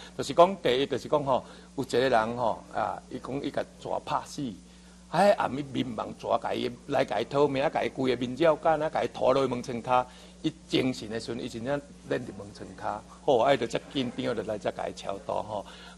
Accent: Taiwan

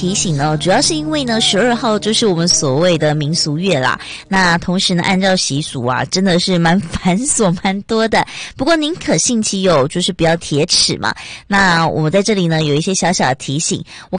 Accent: Taiwan; 我们台湾人其实讲真的，我们不太常穿鞋子进房间哦。

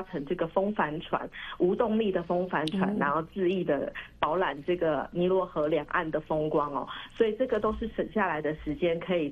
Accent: Taiwan; 就是我们台湾人最知道的图坦卡门的黄金面具

